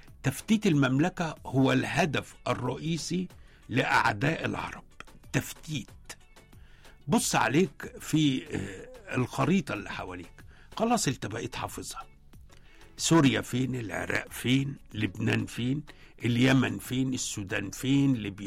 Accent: Egypt; كشعب مصري كمصريين

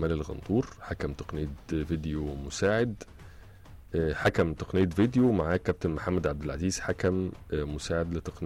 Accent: Egypt

